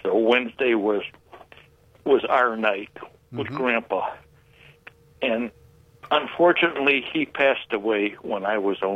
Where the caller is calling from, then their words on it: Medina, Ohio, United States; from Medina.